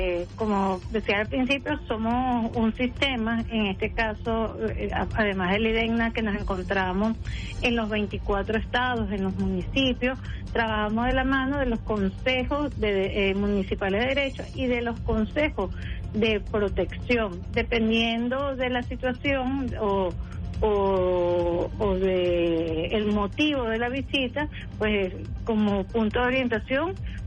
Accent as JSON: {"language": "Spanish", "country": "Venezuela", "said": "como pueblo venezolano, que además que hemos crecido mucho en la fe de Dios"}